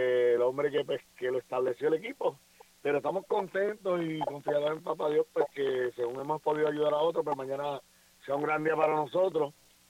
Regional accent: Guayanilla, Puerto Rico; hice 9 años de director, el restante de subdirector de deportes en mi pueblo de Guayanilla.

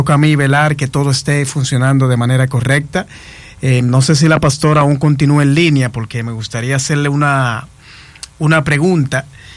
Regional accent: Dominican Republic; Sabemos que como dominicanos

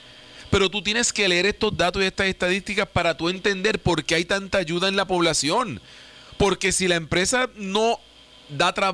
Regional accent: Puerto Rico

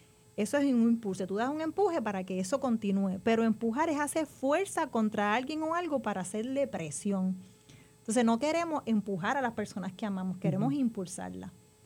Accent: Salinas, Puerto Rico; moved away as an adult; yo termino de vivir en el área metro, yo soy de Salinas, de vivir en el área metro, estudiando, haciendo la maestría y trabajando, tengo que regresar

